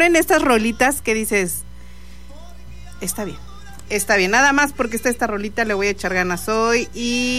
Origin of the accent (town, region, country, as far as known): Mexico